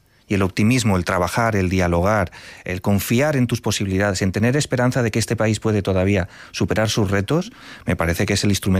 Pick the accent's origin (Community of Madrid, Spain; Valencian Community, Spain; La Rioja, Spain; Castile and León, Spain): Valencian Community, Spain; Valencia; yo soy de Valencia.